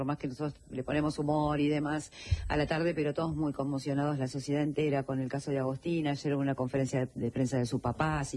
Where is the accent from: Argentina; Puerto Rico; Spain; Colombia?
Argentina